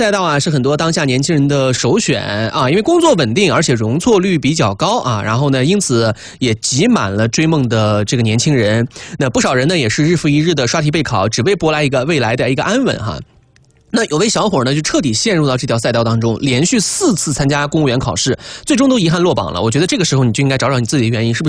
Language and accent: Chinese; Ili, Xinjiang, China; now in Sichuan, China; 伊犁那边天气非常的热